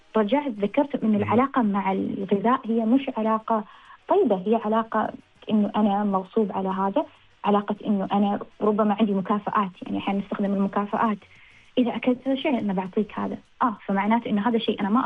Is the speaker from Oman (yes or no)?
yes; Oman; إحنا كعمانيين